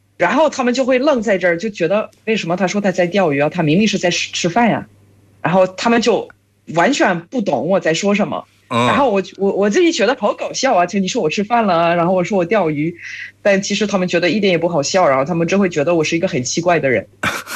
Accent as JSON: {"language": "Chinese", "country": "France", "second_language": "Chinese", "moved": "yes", "said": "我们在法国也是比较热情的"}